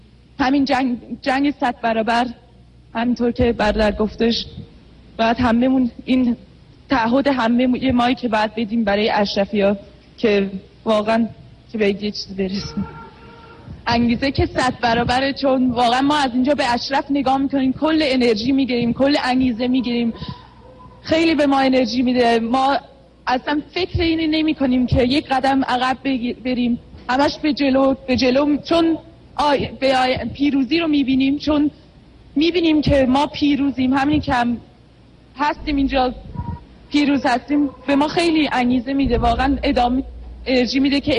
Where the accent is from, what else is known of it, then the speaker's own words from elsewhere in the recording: Switzerland; Persian is a second language; از سوئیس. من همینجا تو سوئیس به دنیا اومدم، متاسفانه هیچ ایران نبودم، ایران رو ندیدم، در کنار هموطنانم زندگی نتونستم بکنم.